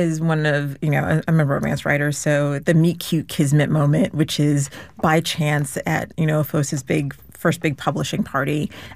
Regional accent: Shrewsbury, Massachusetts, United States; Growing up, I grew up in Massachusetts in a very small town, Shrewsbury, Massachusetts. Anyone listening from Shrewsbury, like, I hear you.

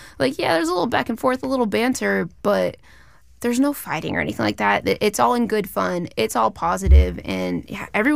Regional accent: California, United States; going to games growing up, like going to, well, Angels and Dodgers games because I'm from Orange County.

